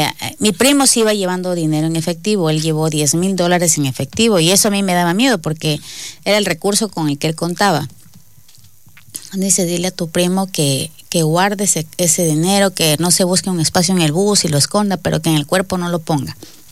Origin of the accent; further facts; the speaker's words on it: Ecuador; moved away as an adult; yo soy ecuatoriana